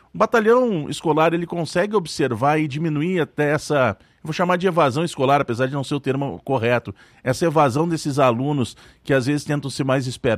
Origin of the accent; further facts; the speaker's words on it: Rio Grande do Sul, Brazil; moved away; isso eu falando lá do Rio Grande do Sul, que é onde eu nasci